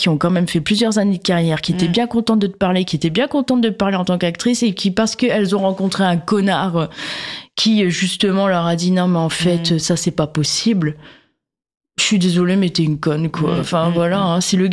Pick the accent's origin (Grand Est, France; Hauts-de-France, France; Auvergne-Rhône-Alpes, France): Hauts-de-France, France; Ouais, j'aime bien la bière, je viens du Nord, j'aime bien tout ce qui est houblonné et tout